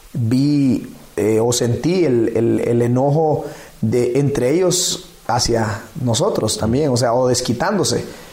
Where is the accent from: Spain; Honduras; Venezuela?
Honduras; La Labor, Ocotepeque; moved away as an adult; also born or lived in Santa Rosa de Copán; now in Ecuador; Soy hondureño. Nací en un pueblo del municipio de La Labor, en Ocotepeque.